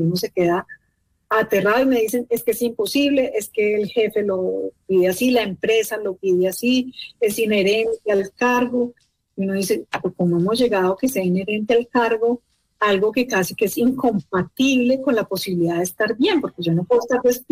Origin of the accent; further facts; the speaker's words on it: Manizales, Caldas, Colombia; Yo soy de Manizales, entonces las familias grandes eran grandísimas.